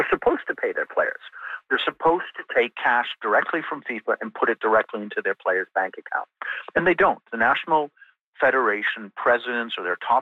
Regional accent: Canada

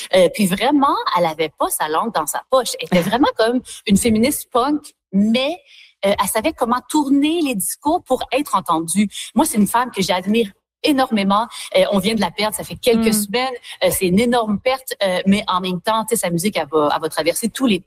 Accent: Quebec, Canada; moved away; qui m'a toujours habité finalement depuis que je suis partie du Québec en 2007 à ce moment-là.

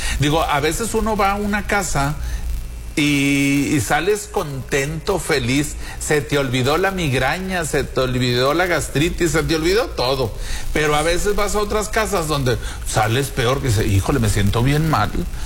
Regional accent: Piedras Negras, Coahuila, Mexico; nacimos aquí en Piedras Negras, somos niños de Piedras Negras

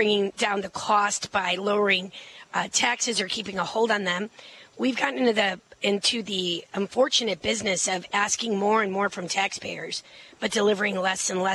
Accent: Chicago, Illinois, United States; being a Chicagoan myself, loving the rest of the state of Illinois the way

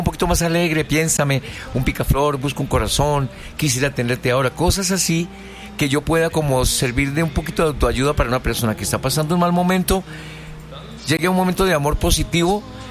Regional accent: Colombia; me llevó a mí como colombiano.

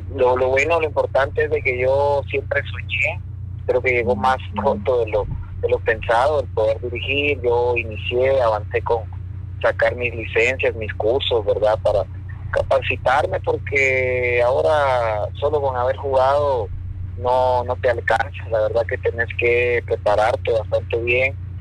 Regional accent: Jalapa, Guatemala; yo soy acá de Jalapa

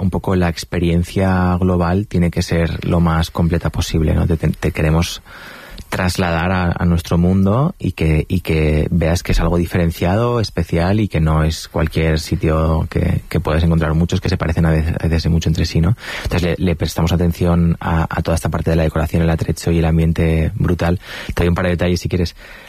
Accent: Valencian Community, Spain

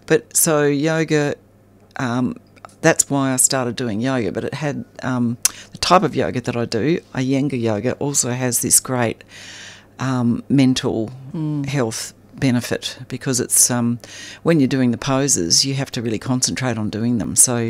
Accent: Armidale, New South Wales, Australia; From Armidale, where we grew up in New South Wales.

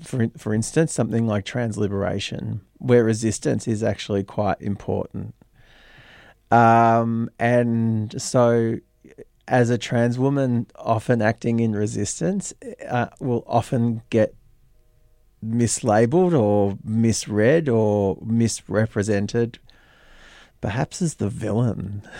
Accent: Melbourne, Victoria, Australia; I'm born and bred in Melbourne, Boonerong country, and living on Wurundjeri country.

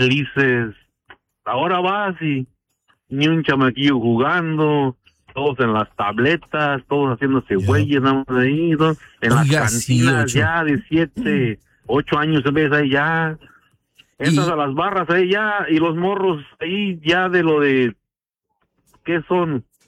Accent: Russia; Soy de Rusia por nacimiento, mexicano porque me encontraron ahí.

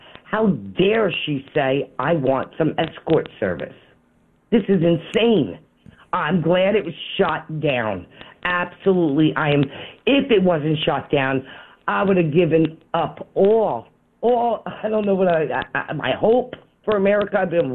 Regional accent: New Jersey, United States; I'm from New Jersey, and they're giving the houses in Glen Ridge, and they're giving the houses in South Orange.

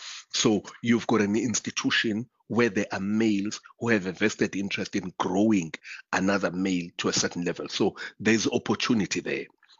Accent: Umlaas, KwaZulu-Natal, South Africa; I mean, for example, I'm from Umlaas

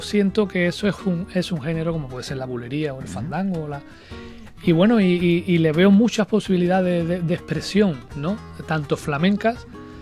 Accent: Huelva, Andalusia, Spain; yo soy de Huelva

